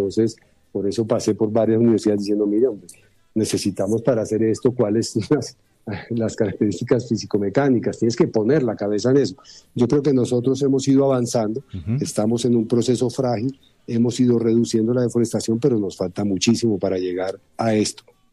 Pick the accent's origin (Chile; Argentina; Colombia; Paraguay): Colombia